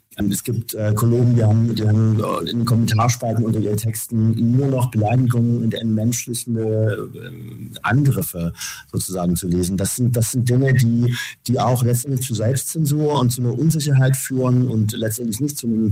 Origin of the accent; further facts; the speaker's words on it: Saxony, Germany; Ich bin ja gebürtiger Sachse und habe auch in Sachsen berichtet